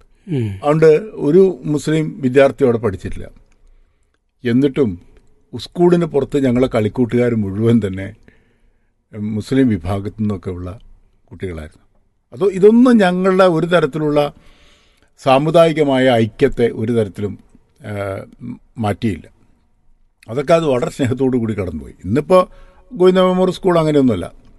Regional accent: Pappinippara, Kerala, India; മലപ്പുറം ജില്ലക്കാരൻ എന്ന നിലയിൽ ഏറെ അഭിമാനിക്കുന്ന ഒരാളാണ് ഞാൻ. ഞാൻ ജനിച്ചത് വളർന്നതൊക്കെ തന്നെ മഞ്ചേരിക്കടുത്തുള്ള പാപ്പിനിപ്പാറ എന്ന് പറയുന്ന ഗ്രാമത്തിലാണ്. അവിടെ ഏതാണ്ട് തകർന്നു കടിഞ്ഞ ഒരു നായർ തറവാട്ടിലാണ് എൻ്റെ ജനനം.

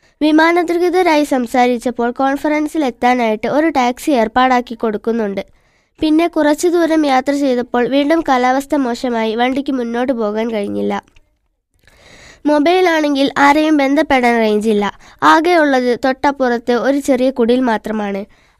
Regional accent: Eengappuzha, Kerala, India; Eengapuzha.

